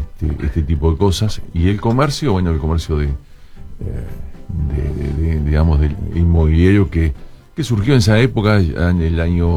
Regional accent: San José de Mayo, San José, Uruguay; also born or lived in Montevideo; now in Maldonado, Uruguay; nací en San José, mis padres eran gente de campo, por supuesto que nací en la ciudad de San José, y estudié en San José los primeros años, y después me vine a Montevideo y llegué a Maldonado a los 17 años.

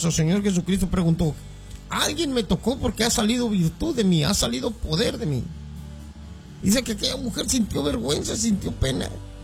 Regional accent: Ébano, San Luis Potosí, Mexico; Los que no conocen Ébano, es un pueblo realmente muy, muy bonito, porque yo soy de ahí, bueno, ahí me crié y lo amo mucho ese pueblo.

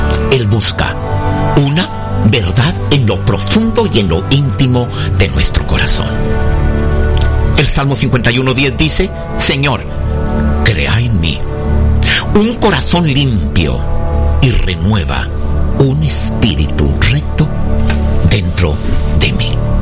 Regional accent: Mexico; Como mexicanos, usted y yo muy bien sabemos eso

